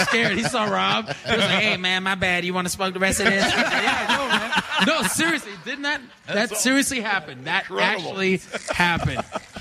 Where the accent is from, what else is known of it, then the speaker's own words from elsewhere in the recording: Florida, United States; And I'm from South Florida.